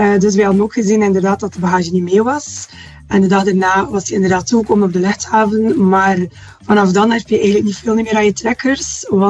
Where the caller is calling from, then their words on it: Bruges, Flanders, Belgium; We komen van Brugge.